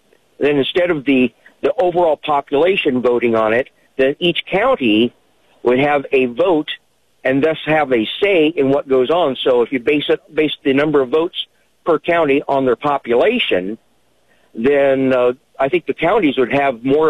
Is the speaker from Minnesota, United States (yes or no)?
no; Oregon, United States; I guess I'm just, I grew up in Eastern Oregon, okay?